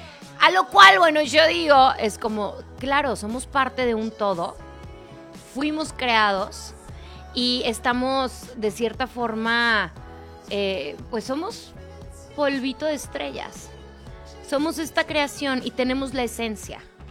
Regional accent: Mexico; Y qué afortunados somos nosotros los mexicanos de poder tener pues esta fe y tan arraigada.

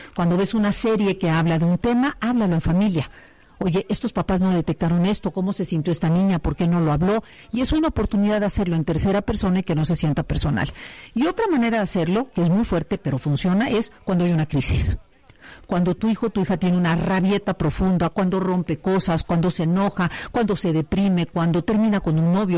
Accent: Veracruz, Mexico; moved away; also born or lived in Puebla; yo soy de Veracruz y mi salida al mundo fue ir de Veracruz a Puebla. Y fue un evento en mi vida.

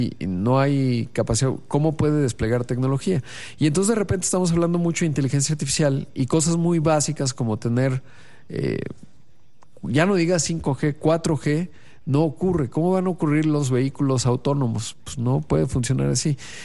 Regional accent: Mexico

